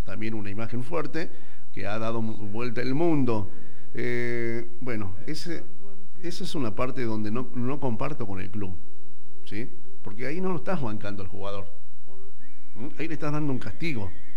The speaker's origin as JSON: {"language": "Spanish", "country": "Argentina", "said": "Yo soy argentino"}